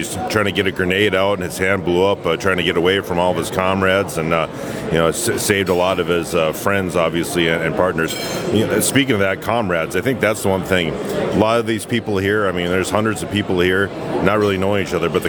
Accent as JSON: {"language": "English", "town": "Barnesville", "region": "Minnesota", "country": "United States", "tie": "born or raised there", "said": "my hometown of Barnesville"}